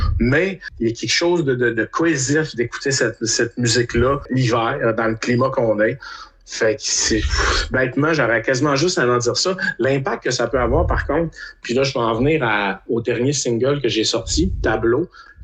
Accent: Quebec, Canada; j'ai l'impression d'en faire partie parce que je viens de Québec, là, je me répète.

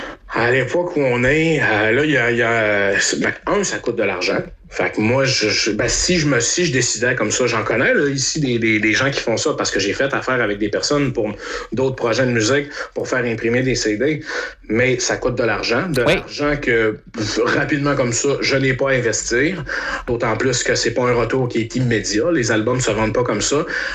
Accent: Quebec, Canada; first language French; ça ne doit pas être tout le monde qui va voir que je viens du Québec

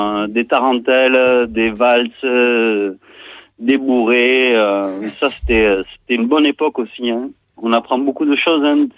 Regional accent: Toulouse, Occitanie, France; born there; accent: Toulouse; first language English; French is a second language; je suis né à Toulouse, man. Hein. ouais, ça, on peut pas l'enlever. Une fois que t'es né là-bas, l'accent, il s'enlève pas.

